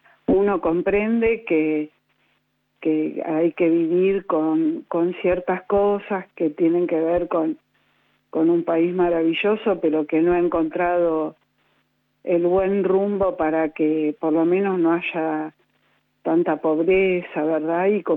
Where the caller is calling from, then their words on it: Buenos Aires, Argentina; De Villa del Parque.